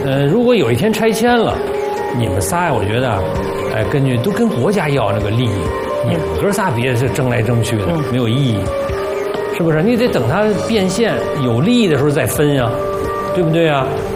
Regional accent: Beijing, China; 这是咱们北京人该做的事儿吗？

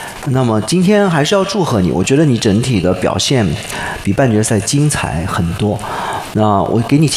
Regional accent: China

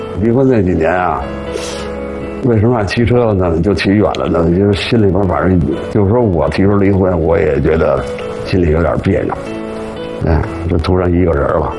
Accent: Beijing, China; born there; 从小在龙潭湖那儿你学会的游泳。

